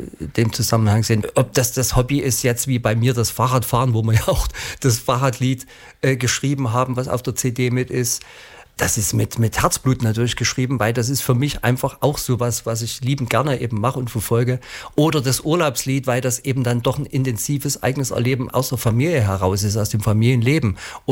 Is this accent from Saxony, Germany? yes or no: yes; Plauen, Saxony, Germany; Heimat ist ja das Vogtland, ja, ich komme aus Blauen, genau.